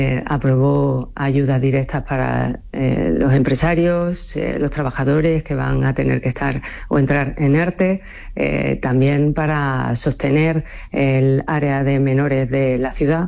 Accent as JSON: {"language": "Spanish", "region": "Ceuta", "country": "Spain"}